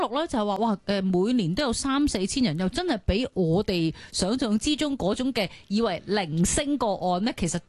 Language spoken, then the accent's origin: Cantonese; Hong Kong; 而家我哋香港人咧都注重咗健康啦